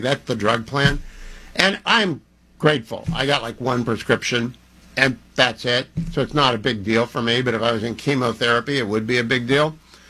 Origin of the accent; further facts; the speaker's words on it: Warren, Ohio, United States; I see the president going to my hometown tonight, Warren, Ohio, Youngstown, Ohio, the Trumbull County.